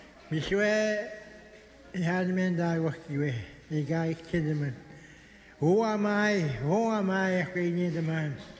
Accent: Manitoba, Canada; now in Red Sucker Lake, Canada; Originally, I'm from Sasago Lake, and I'm residing here in Red Sucker Lake.

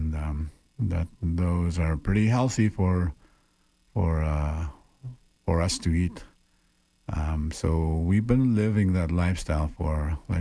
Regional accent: Wasagamack, Manitoba, Canada; I'm from Wasagamac.

